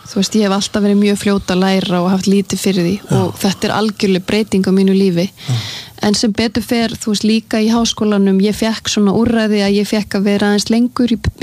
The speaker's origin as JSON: {"language": "Icelandic", "country": "Sweden", "tie": "born or raised there", "said": "ég alinn upp í Svíþjóð alinn upp við að læra tvö tungumál á sama tíma"}